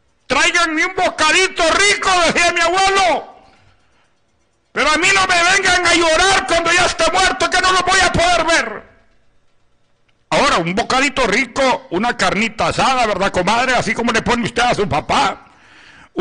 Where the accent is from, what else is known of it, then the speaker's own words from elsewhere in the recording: Honduras; Yo soy hondureño.